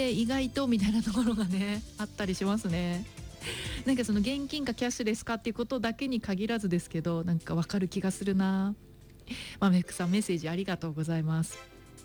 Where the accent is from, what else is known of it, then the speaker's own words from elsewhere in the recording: Iwaki, Fukushima, Japan; moved away; うちの地元がね、出身の方のいわき市内の駅の方が自動改札になるのが結構遅かったので、